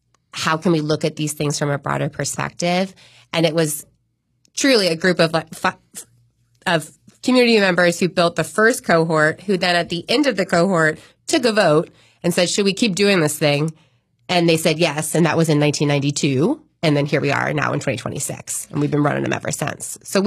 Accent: Raleigh, North Carolina, United States; So my parents were divorced when I was 5, and my mom lived in North Raleigh, and my dad lived in South Raleigh and Southeast Raleigh when I was really little.

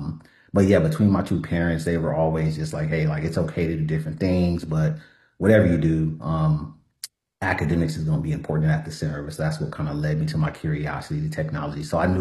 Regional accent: Los Angeles, California, United States; I grew up in South Central LA, first college generational graduate.

